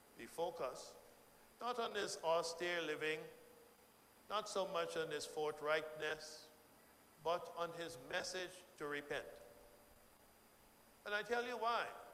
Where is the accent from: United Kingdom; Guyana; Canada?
Guyana; moved away as an adult; also born or lived in Exuma, Bahamas; now in Bahamas; I grew up in Guyana, and in Guyana, we didn't know anything about hurricanes. Don't have hurricanes in Guyana.